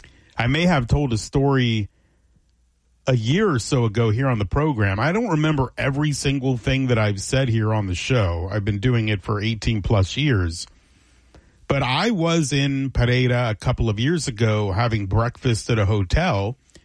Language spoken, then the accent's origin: English; Miami, Florida, United States; Now, I'm from Miami. I'm not used to earthquakes.